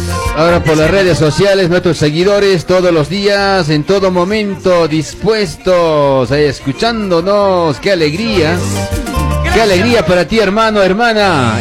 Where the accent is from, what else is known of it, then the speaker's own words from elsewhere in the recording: Huyro, Cusco, Peru; Ahí está, pues, en Uiro, Guayopata, mi tierra.